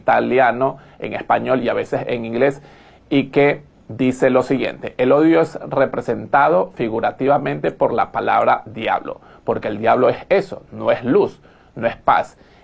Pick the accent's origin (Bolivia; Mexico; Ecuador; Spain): Ecuador; Nosotros como ecuatorianos le deseamos lo mejor.